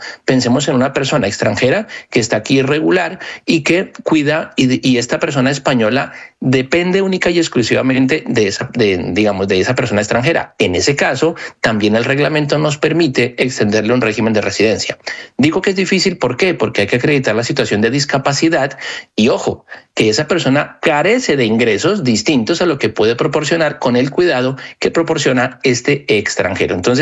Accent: Colombia; now in Madrid, Spain

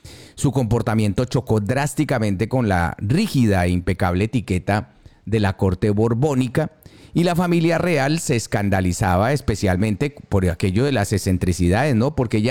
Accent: Colombia

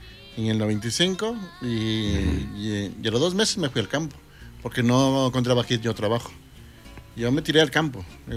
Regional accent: Ecuador; moved away as an adult; now in Madrid, Spain; yo era ya del Ecuador

